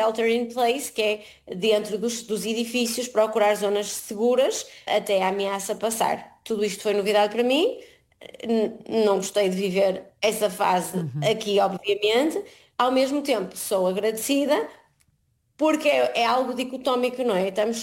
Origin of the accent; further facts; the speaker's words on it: Portugal; moved away as an adult; now in Abu Dhabi, United Arab Emirates; eu enquanto portuguesa, pensei e achei, e assim fui criada, que era uma pessoa que realmente dava o meu melhor para respeitar o outro.